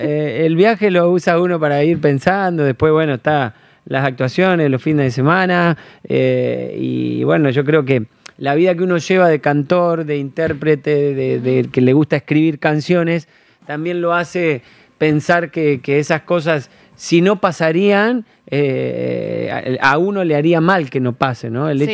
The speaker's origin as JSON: {"language": "Spanish", "town": "Rafaela", "region": "Santa Fe", "country": "Argentina", "tie": "born or raised there", "said": "Soy santafesino, criado en la Perla del Oeste, en Rafaela."}